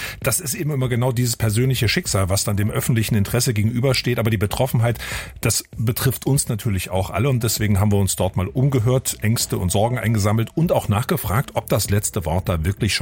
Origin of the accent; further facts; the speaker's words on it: Erfurt, Thuringia, Germany; Die Erdbeere gibt es bei uns in Erfurt, die ist sehr markant.